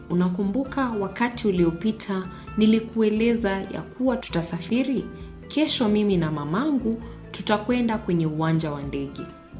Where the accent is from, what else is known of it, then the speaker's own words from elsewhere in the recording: Nairobi, Kenya; Kung Lili na Kensha Oshwai wanasafiri kuelekea Nairobi, huku Kenya. Huu ni mji wangu wa nyumbani.